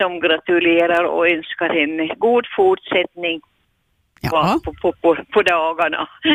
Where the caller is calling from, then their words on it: Ostrobothnia, Finland; jag kommer en gång till från Herkmeri.